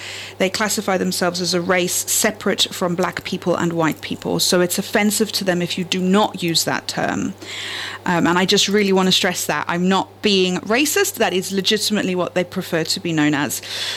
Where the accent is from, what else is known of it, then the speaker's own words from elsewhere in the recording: South Africa; now in England; Growing up in South Africa, everybody speaks like that.